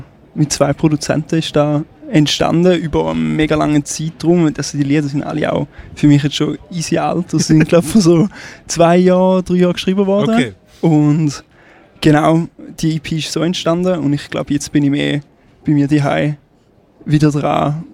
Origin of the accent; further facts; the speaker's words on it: Thurgau, Switzerland; now in Schaffhausen, Switzerland; Also ich komme, jetzt bin ich gerade wohnhaft in Schaffhausen. Ja. Aber aufgewachsen bin ich im Thurgau.